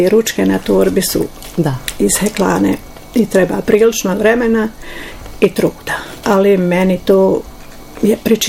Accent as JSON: {"language": "Bosnian", "town": "Lukajevica", "region": "Republika Srpska", "country": "Bosnia & Herzegovina", "tie": "born there", "lives_now": "Tuzla, Bosnia and Herzegovina", "said": "Ja sam rođena u Lukajevici, udata u Lukajevici, živim u Tuzli."}